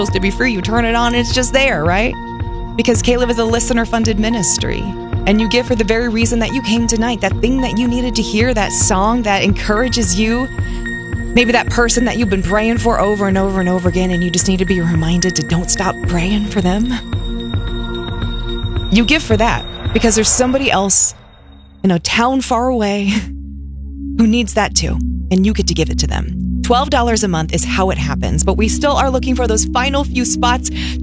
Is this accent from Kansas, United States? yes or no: yes; Wichita, Kansas, United States; I'm from Wichita.